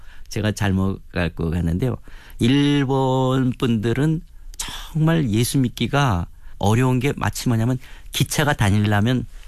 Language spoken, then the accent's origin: Korean; South Korea; moved away as an adult; also born or lived in Japan / Shanghai, China